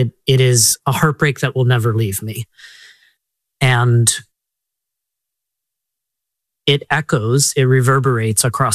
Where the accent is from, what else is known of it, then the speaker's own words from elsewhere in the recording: Colorado Springs, Colorado, United States; in my hometown of Colorado Springs, where I was raised, the Club Q shooting occurred.